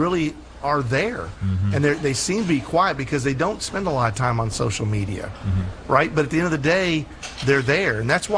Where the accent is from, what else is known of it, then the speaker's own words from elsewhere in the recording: United States; born there; I'm an American. I was born in America. I love this country.